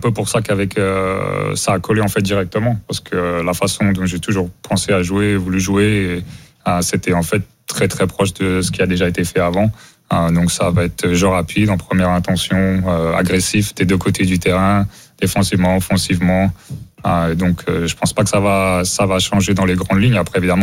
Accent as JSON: {"language": "French", "country": "France", "tie": "born or raised there", "moved": "yes", "lives_now": "United States", "said": "j'ai grandi en France"}